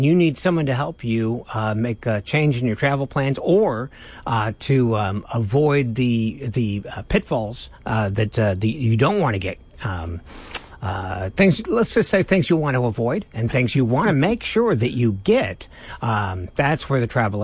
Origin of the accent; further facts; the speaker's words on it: Seattle, Washington, United States; And see, I'm from the Seattle area